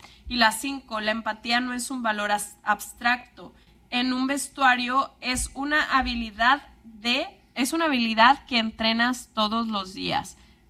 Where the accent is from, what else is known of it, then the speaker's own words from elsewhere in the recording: Aguascalientes, Mexico; born there; Sí, yo nací en Aguascalientes.